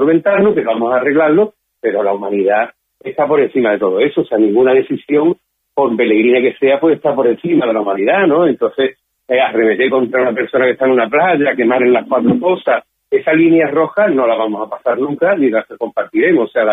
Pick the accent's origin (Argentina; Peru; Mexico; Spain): Spain; Ceuta; es todo el pueblo de Ceuta, nosotros también somos pueblo de Ceuta y vamos a estar.